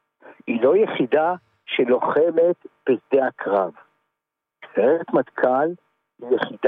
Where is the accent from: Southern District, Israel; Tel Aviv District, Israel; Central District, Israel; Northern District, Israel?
Central District, Israel; Petah Tikva; איפה גדלתי? בפתח תקווה.